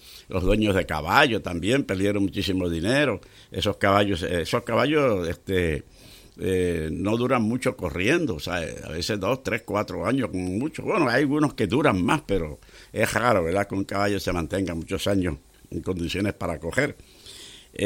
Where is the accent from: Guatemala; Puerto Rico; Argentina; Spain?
Puerto Rico; Fajardo; also born or lived in Tortola; en mi pueblo allá, donde dicen que yo nací, porque eso es lo que dicen, dicen que yo nací que en Fajardo